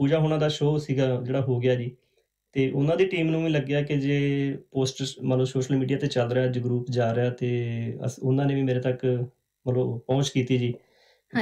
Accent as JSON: {"language": "Punjabi", "town": "Kiampur", "region": "Punjab", "country": "India", "tie": "born or raised there", "also_born_or_lived": "Ajnala / Amritsar", "moved": "as an adult", "lives_now": "Adelaide, Australia", "said": "ਉਸ ਤੋਂ ਬਾਅਦ ਸਾਡੇ ਪਿੰਡ ਸਕੂਲ ਸੀਗਾ ਕਿਆਂਪੁਰ ਸੀਨੀਅਰ ਸੈਕੰਡਰੀ ਸਕੂਲ ਅਜਨਾਲੇ ਦੇ ਵਿੱਚ ਜੀ, ਫਿਰ ਬੁਆਏ ਸਕੂਲ ਅਜਨਾਲਾ ਜੀ, ਉਸ ਤੋਂ ਬਾਅਦ ਖਾਲਸਾ ਕਾਲਜ ਅੰਮ੍ਰਿਤਸਰ, ਫਿਰ ਇੱਥੇ ਆ ਗਏ ਜਿਵੇਂ ਐਡੀਲੇਡ ਆਸਟ੍ਰੇਲੀਆ ਜੀ।"}